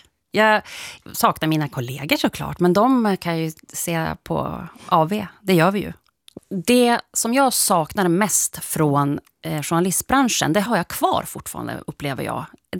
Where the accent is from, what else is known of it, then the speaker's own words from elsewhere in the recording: Krokom, Jämtland County, Sweden; also born or lived in Umeå / Sävar; Då hamnade vi i Krokom, och det är alltså utanför Östersund.